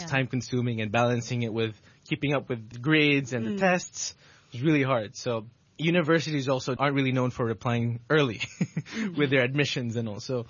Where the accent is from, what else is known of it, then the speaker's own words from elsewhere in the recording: Angeles City, Central Luzon, Philippines; also born or lived in Quezon City; So I was born in Quezon City, Manila, Philippines in 2005. So I grew up in Angeles City.